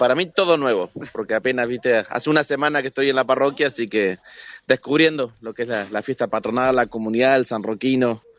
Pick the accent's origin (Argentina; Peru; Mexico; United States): Argentina; Gualeguaychú, Entre Ríos; also born or lived in Villa Paranacito / Victoria; now in Concepción del Uruguay, Argentina; Nací en Villa Paranacito, pero me crié en Gualeguaychú.